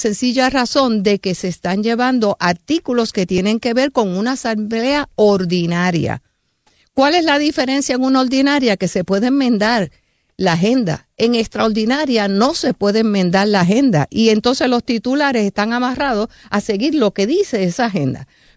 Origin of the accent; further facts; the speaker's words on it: Yauco, Puerto Rico; Porque lo veo como un pueblo pequeño. Yo vengo de Yauco, en donde todos los problemas se resuelven en poco tiempo.